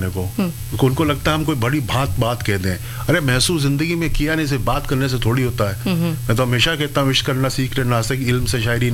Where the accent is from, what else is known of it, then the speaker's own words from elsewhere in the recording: Uttarakhand, India; वैसे तो मैं हूँ उत्तराखंड का, हम लोग पहाड़ के रहने वाले, तो तब तो उत्तराखंड तो 2000 में बना, उसके पहले तो यूपी का ही पार्ट था सब।